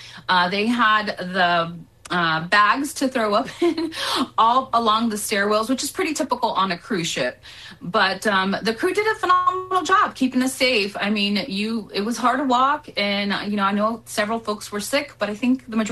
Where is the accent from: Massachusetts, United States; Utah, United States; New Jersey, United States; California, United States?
California, United States; I'm from California